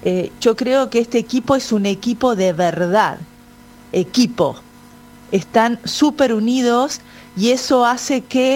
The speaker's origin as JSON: {"language": "Spanish", "country": "Argentina", "said": "nosotros somos pasionales los argentinos"}